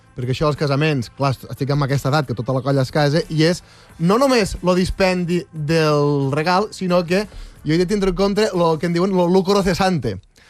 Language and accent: Catalan; Pons, Catalonia, Spain; now in Barcelona, Spain; per mi és molt rellevant perquè és el meu poble